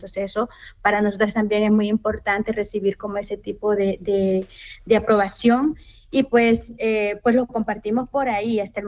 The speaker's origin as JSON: {"language": "Spanish", "country": "El Salvador", "said": "como bien lo decimos aquí los salvadoreños"}